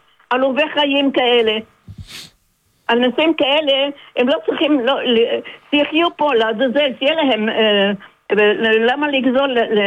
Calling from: Sharon plain, Israel

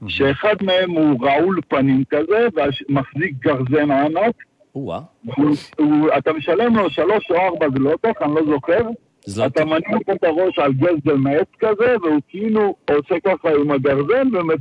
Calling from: Harish, Haifa District, Israel; אני מחריש, אני מתקשר מהדרך לירושלים.

